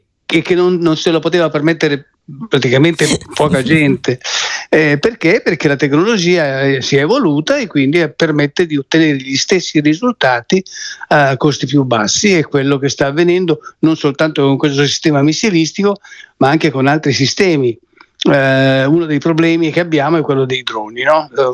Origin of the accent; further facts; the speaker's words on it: Lombardy, Italy; also born or lived in Como; io nasco a Como, sono cresciuto nel Varesotto